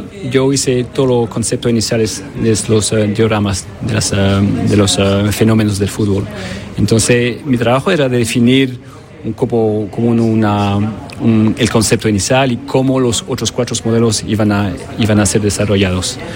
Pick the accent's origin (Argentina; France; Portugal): France; also born or lived in Chile; Bueno, yo nací en Chile, crecí en Francia